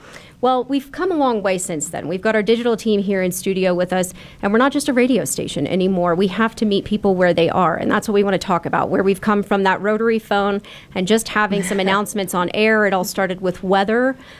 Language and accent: English; Oklahoma, United States; I'm from Oklahoma. I've lived severe weather my entire life